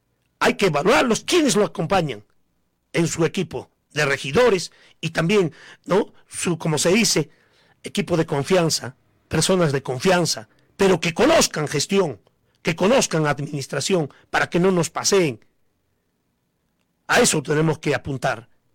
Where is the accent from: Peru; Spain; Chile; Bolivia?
Peru; Coracora, Ayacucho; mi pueblo de Coracora, Parinacochas, porque como coracoreño, como yanahuico